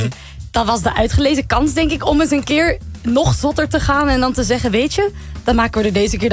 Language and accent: Dutch; Holland, Netherlands; Nee, ik ben Hollandse, maar ik ben niet zo van de straat.